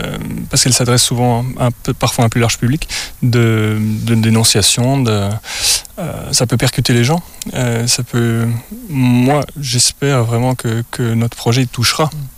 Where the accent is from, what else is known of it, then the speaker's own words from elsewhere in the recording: Wallonia, Belgium; Pourtant, je viens du Namurois et je pense qu'il est un peu moins marqué là-bas.